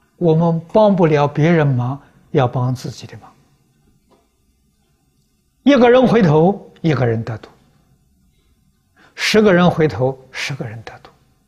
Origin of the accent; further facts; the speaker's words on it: China; 我们中国人讲史实